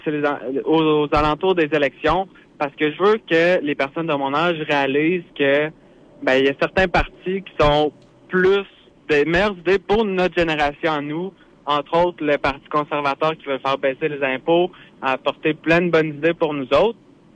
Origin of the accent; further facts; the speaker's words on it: Lévis, Quebec, Canada; now in Sainte-Marie, Canada; moi, j'habite à Sainte-Marie, mais je veux retourner à Lévis parce que je suis originaire de là.